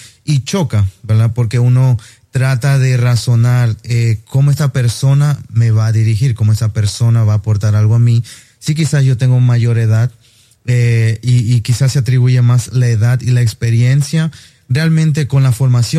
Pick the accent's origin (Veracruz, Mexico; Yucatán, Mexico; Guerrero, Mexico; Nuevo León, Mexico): Guerrero, Mexico; Acapulco; moved away; yo soy de México, originario de Acapulco.